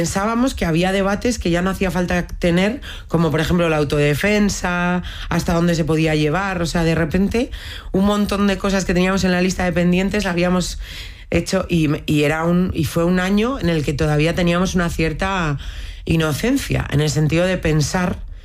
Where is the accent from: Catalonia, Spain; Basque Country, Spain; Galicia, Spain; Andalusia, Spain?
Basque Country, Spain; Bilbao; es que yo soy de Bilbao, el lugar donde está el aeropuerto